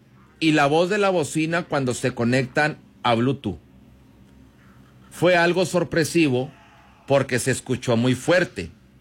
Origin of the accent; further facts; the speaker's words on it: Mexico; Todo lo venimos preparando como típico mexicano, a última hora.